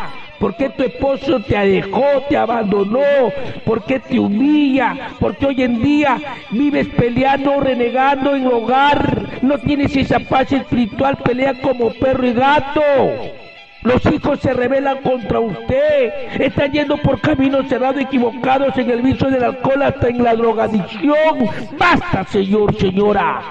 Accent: Huancabamba, Piura, Peru; born there; now in Olmos, Peru; en mi tierra querida Huancabamba?

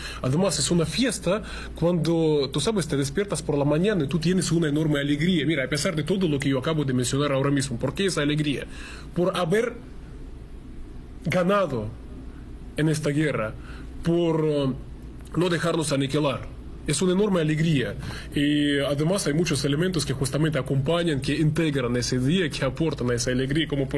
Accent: Russia; para nosotros los rusos

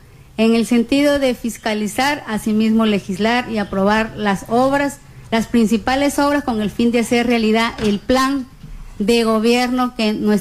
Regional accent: Pácora, Lambayeque, Peru; Yo soy natural de Pacora.

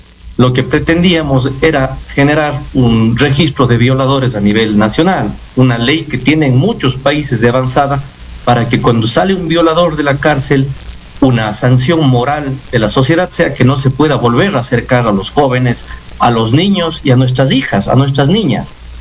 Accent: Ecuador; nosotros como ecuatorianos

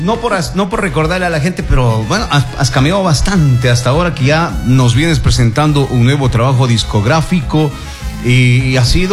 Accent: Cuenca, Azuay, Ecuador; yo soy de Ricaurte

